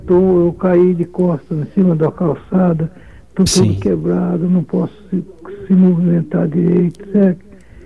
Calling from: Sarutaiá, São Paulo, Brazil; eu sou da cidade de Sarutaiá.

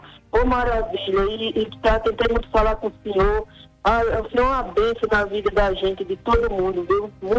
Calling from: Natal, Rio Grande do Norte, Brazil; De Natal, Rio Grande do Norte.

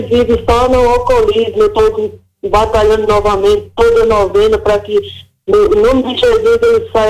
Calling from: Natal, Rio Grande do Norte, Brazil; De Natal, Rio Grande do Norte.

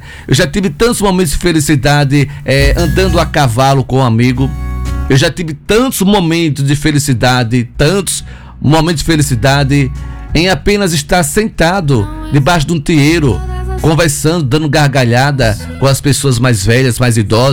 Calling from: Carira, Sergipe, Brazil; Sou aqui de Careira, mas todos os dias estou viajando para Aracaju, um tratamento com a minha mãe.

